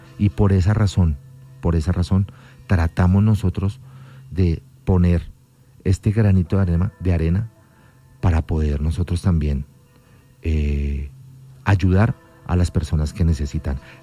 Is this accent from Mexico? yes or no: no; Colombia; Lo importante es que somos colombianos y sentirnos colombianos es la prioridad.